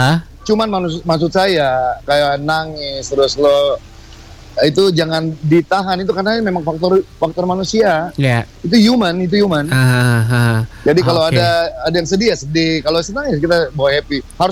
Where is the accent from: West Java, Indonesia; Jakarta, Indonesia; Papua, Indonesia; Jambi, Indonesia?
Papua, Indonesia; memang ya kita dari Papua tuh memang sudah punya seni itu sudah melekat di pribadi masing-masing, seni dan olahraga ya.